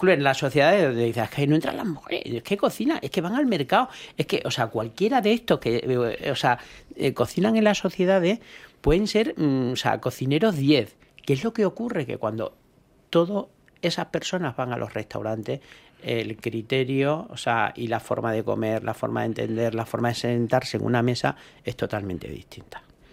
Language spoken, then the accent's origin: Spanish; Extremadura, Spain; cómo somos los extremeños